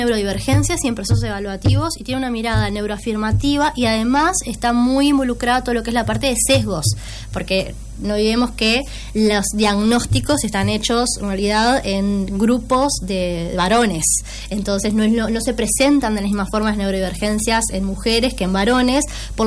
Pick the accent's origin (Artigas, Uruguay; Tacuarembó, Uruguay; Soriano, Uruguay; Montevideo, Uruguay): Montevideo, Uruguay; De Montevideo. Ahí está. Sí, crecí en Montevideo. Crecí en la Villa del Cerro. Y luego, bueno, me mudé.